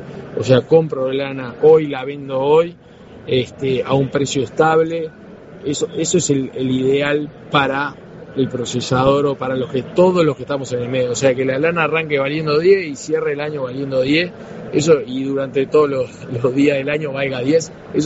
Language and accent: Spanish; Uruguay; somos uruguayos, pues somos patriotas